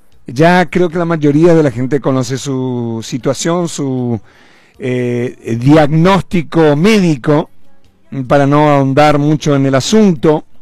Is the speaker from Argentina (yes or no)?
no; Caacupé, Cordillera, Paraguay; como casapeños, como paraguayos, siempre somos muy solidarios, muy activos